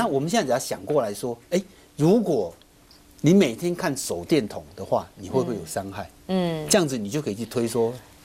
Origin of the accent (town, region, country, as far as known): Taiwan